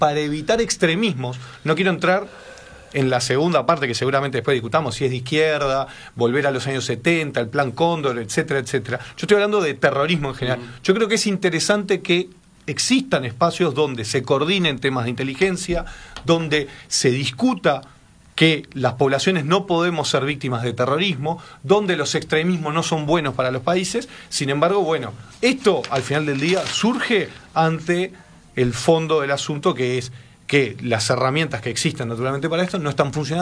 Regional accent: Uruguay

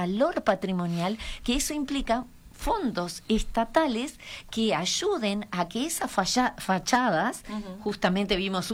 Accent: Uruguay; Y eso es importantísimo porque hace a nuestra identidad como uruguayos.

